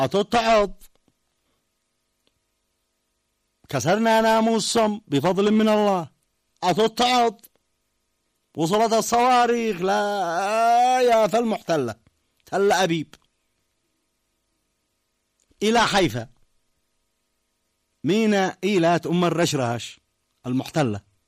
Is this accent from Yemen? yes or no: yes; Yemen; بلادنا اليمن